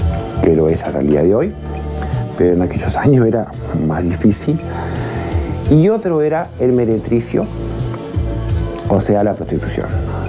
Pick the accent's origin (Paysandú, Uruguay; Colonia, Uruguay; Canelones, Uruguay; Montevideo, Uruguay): Montevideo, Uruguay; Yo soy nativa del Barrio Sur, yo nací en el Barrio Sur, nací en el Conventillo del Medio Mundo, y mi zona era el Barrio Sur, la Aduana y de ahí Boulevard.